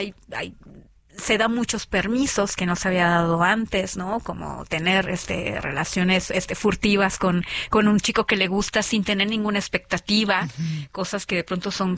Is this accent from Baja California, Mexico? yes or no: yes; Mexicali, Baja California, Mexico; now in Mexico City, Mexico; yo soy de Baja California, de Mexicali, digo, vivo aquí en la Ciudad de México hace 25 años, pero bueno, soy de allá. Y mi abuela era de Tabasco.